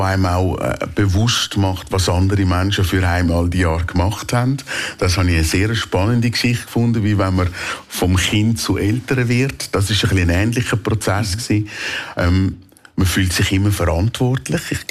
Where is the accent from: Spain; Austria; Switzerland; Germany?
Switzerland; Rapperswil, St. Gallen; an meiner Heimat, das ist das Rapperswil. Ich bin männendörflich, bin Seebub.